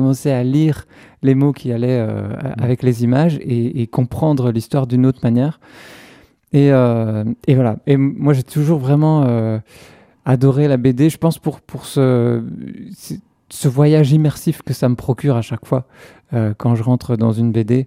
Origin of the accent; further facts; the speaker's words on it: Braine-le-Comte, Wallonia, Belgium; J'ai grandi à Braine-le-Comte, dans le Hainaut.